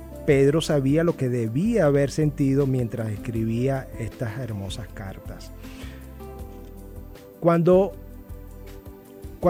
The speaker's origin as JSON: {"language": "Spanish", "country": "Venezuela", "said": "lo amoroso, lo cordial, lo afectuoso que somos los venezolanos"}